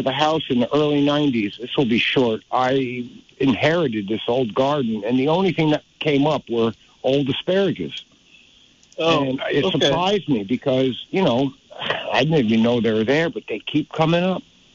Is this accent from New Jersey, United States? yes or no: yes; New Jersey, United States; you'll remember this from the 60s, and I grew up in Jersey, but I don't want anyone to know that.